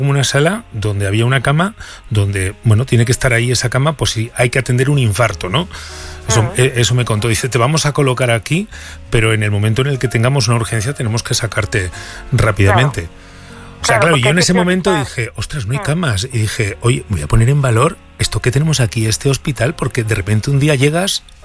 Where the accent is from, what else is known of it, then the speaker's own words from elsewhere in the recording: Burgos, Castile and León, Spain; now in Madrid, Spain; yo soy de Burgos, y en Navidad volvía después de pasar los días de Navidad con mis padres